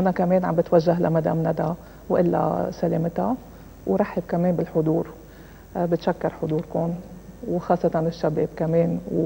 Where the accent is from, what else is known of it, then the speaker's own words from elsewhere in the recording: Lebanon; لبنان بيتميز بأمور كتيرة، نحن لبنانيين بنتميز بأمور كتيرة